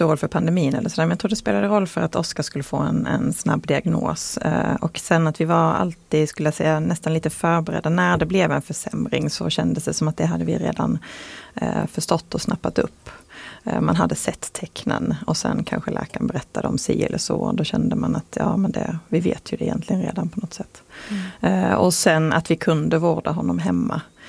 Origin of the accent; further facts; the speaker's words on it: Skåne, Sweden; accent: Scanian; now in Gävle, Sweden; Jag är ju skåning, som det kanske hörs